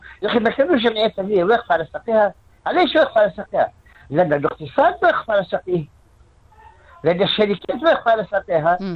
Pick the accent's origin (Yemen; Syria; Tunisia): Tunisia